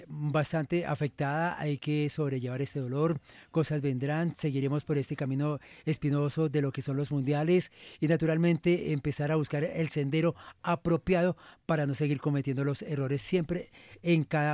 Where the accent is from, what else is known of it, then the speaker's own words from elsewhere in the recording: Colombia; No somos especialistas, hablamos naturalmente como aficionados, como cualquier colombiano que quiere a la selección